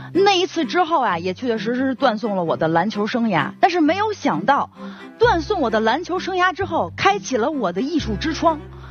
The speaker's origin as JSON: {"language": "Chinese", "region": "Beijing", "country": "China", "said": "我是个北京大妞。"}